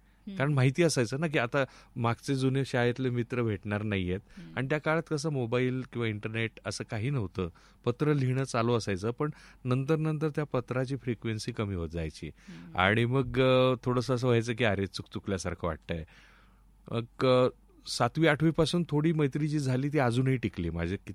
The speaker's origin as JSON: {"language": "Marathi", "town": "Satara", "region": "Maharashtra", "country": "India", "tie": "born or raised there", "also_born_or_lived": "Karjat / Kolhapur", "said": "कर्जत. आणि त्यानंतर मग पुढे कोल्हापूरला 2 वर्ष आणि मग परत पुन्हा साताऱ्याला. असं वेगवेगळ्या ठिकाणी माझं बालपण गेलं."}